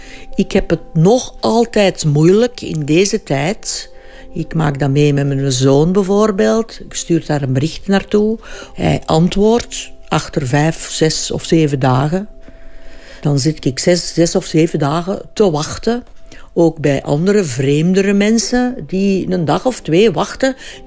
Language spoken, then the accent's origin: Dutch; Flanders, Belgium; en wij zijn ook Vlamingen.